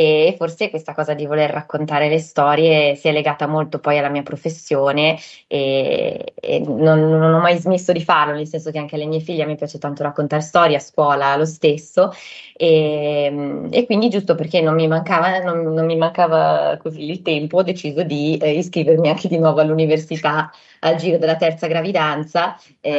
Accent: Genoa, Liguria, Italy; io sono nata e cresciuta a Genova da una famiglia in realtà di origine molto mista, nel senso che per quanto io arrivi da una famiglia, sì, italiana, diciamo al 100%

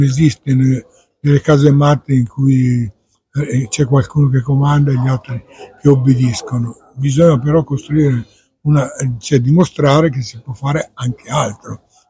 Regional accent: Lecco, Lombardy, Italy; io vengo da Lecco

